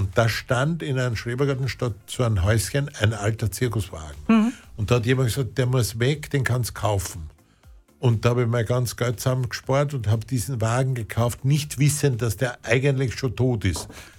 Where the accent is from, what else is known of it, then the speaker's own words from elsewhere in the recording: St. Pölten, Lower Austria, Austria; ich bin in St. Pölten, in der Nähe, wo ich aufgewachsen bin